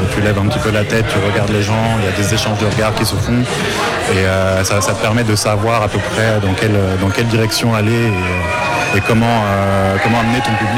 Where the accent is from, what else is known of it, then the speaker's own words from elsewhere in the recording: Nantes, Pays de la Loire, France; moved away as an adult; now in Hamburg, Germany; en tant que Nantais